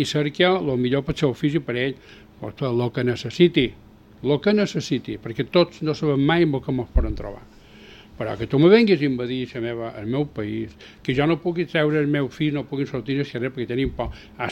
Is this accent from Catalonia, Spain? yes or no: no; Mallorca, Balearic Islands, Spain; No només som els mallorquins, tots els que vivim aquí